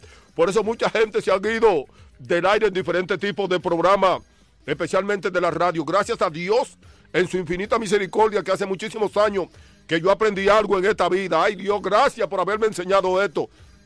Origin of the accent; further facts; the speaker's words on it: Dominican Republic; now in Boston, United States; como decimos nosotros dominicanos